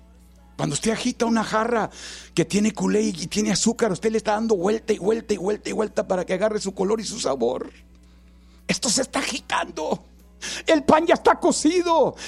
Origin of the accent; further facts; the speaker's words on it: Los Ramones, Nuevo León, Mexico; now in McAllen, United States; he orado por mi, aleluya, por mi gente, por mi pueblo, o por Nuevo León, que soy de Garza González, Los Ramones.